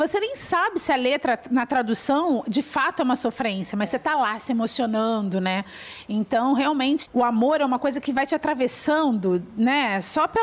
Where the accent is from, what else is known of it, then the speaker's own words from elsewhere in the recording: Volta Redonda, Rio de Janeiro, Brazil; que o rádio era muito forte, eu sou de Volta Redonda. Então eu ouvi muito rádio na vida.